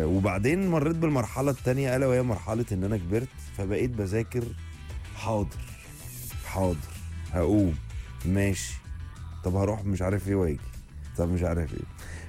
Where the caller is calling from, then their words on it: Giza, Giza Governorate, Egypt; طيب صباح الخير يا يوسف، … من الجيزه.